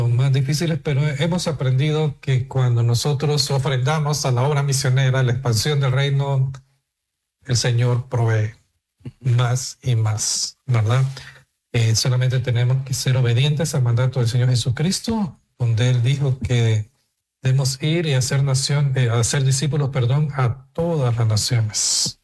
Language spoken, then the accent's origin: Spanish; El Salvador; En El Salvador, en mi país, en la Iglesia Bautista Miramonte, un saludo allá.